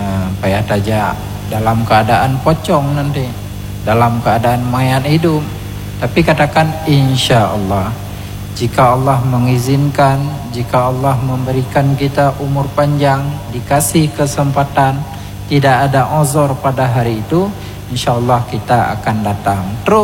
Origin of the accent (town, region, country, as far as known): Aceh, Indonesia